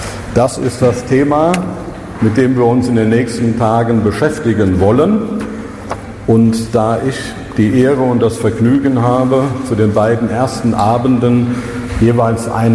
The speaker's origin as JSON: {"language": "German", "town": "Dillenburg", "region": "Hesse", "country": "Germany", "accent": "Dillenburg sibilants", "said": "Ich komme aus Dillenburg, das ist eine kleine Stadt in Hessen. Dass ich aus dieser Stadt komme, könnte man dann merken, wenn man sich auskennt, wenn ich Zischlaute gebrauche."}